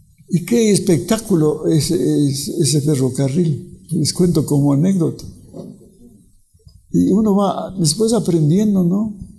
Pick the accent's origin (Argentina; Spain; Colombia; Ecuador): Ecuador; Ibarra, Imbabura; Yo conocía eso, soy de Ibarra. Era pura montaña, pura montaña.